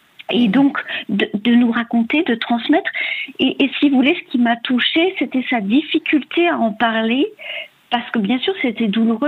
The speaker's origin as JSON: {"language": "French", "region": "Geneva", "country": "Switzerland", "tie": "born there", "said": "moi, je suis née à Genève, dans une ville et dans un pays qui a été éminemment protégé, préservé par par les deux guerres affreuses du XXe siècle."}